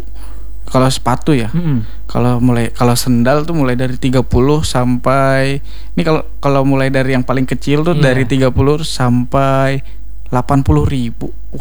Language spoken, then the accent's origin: Indonesian; Palangkaraya, Central Kalimantan, Indonesia; Kita orang Palangkaraya sebenarnya keren-keren juga kok.